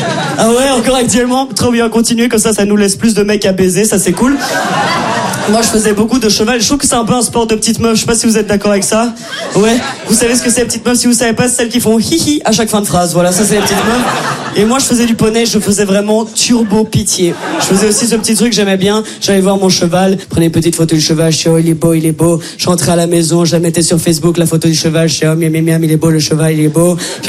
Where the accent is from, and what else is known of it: Brussels, Belgium; accent: Brussels